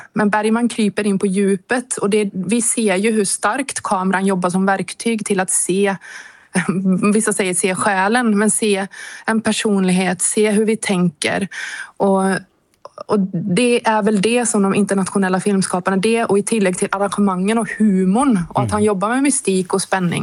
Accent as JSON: {"language": "Swedish", "town": "Borås", "region": "Västra Götaland County", "country": "Sweden", "tie": "born or raised there", "said": "jag är född och uppvuxen i Borås och jag är sverigefinsk"}